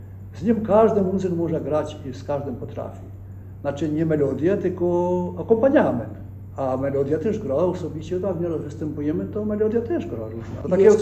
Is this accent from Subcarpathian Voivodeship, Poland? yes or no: yes; Gać, Subcarpathian Voivodeship, Poland; był taki cymbalista u nas w Gaci